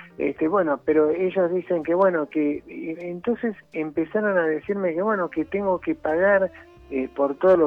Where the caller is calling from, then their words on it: Buenos Aires, Argentina; Yo vivo acá en el barrio de Caballito.